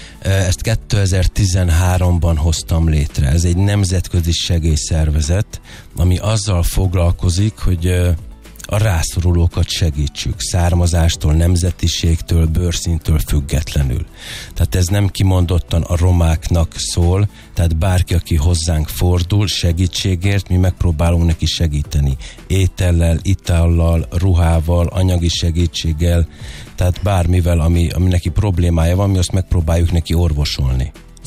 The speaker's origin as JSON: {"language": "Hungarian", "region": "Budapest", "country": "Hungary", "tie": "born there", "said": "Szóval én ebbe születtem, ebbe a közegbe születtem, és hát a parlamentben nőttem föl, ez nem titok. Én ott nőttem föl"}